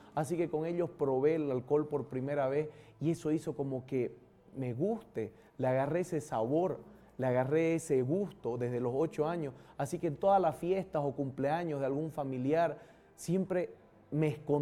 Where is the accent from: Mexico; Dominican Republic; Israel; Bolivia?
Bolivia; de la Orden de Predicadores, soy de Bolivia.